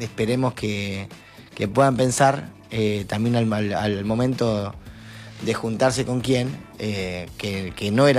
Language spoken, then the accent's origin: Spanish; Argentina; y somos argentinos y somos futboleros.